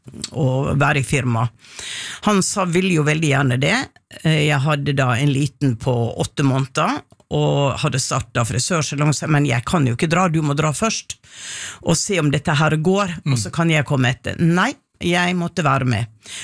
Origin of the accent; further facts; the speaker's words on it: Western Norway, Norway; now in Oslo, Norway; jeg er fra Vestlandet. Jeg er vokst opp med grundeforeldre.